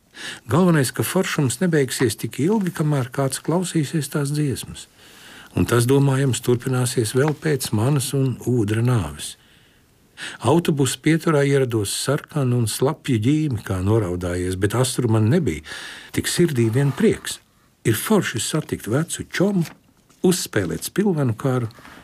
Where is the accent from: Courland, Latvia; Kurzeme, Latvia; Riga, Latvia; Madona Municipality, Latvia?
Riga, Latvia; Gandrīz, kā manā bērnībā Brassā.